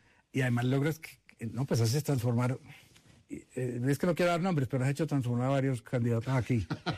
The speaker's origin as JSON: {"language": "Spanish", "region": "Antioquia", "country": "Colombia", "said": "Soy paisa. Estoy proponiendo Antioquia Federal"}